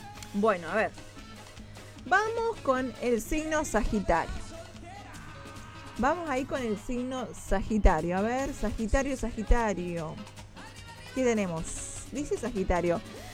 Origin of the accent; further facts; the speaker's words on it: Mendoza, Argentina; also born or lived in Buenos Aires; Soy mendocina, pero amo Córdoba. A mí por ahí me costaba un poco meterme un poco con el cuarteto, Porque no le puedo... Yo estuve acá en Córdoba, pero después me fui a vivir 14 años en Buen